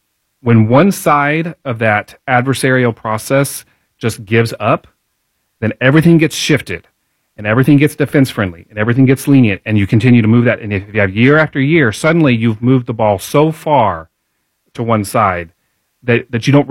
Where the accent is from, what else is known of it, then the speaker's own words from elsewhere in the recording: Indianapolis, Indiana, United States; I grew up in Indy. I love Indianapolis. I'm raising my three kids with my beautiful wife here.